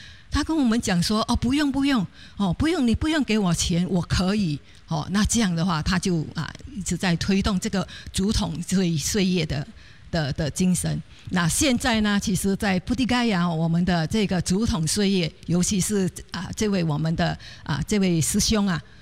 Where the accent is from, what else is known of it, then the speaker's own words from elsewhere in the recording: Singapore; 那我来自佛国的新加坡人，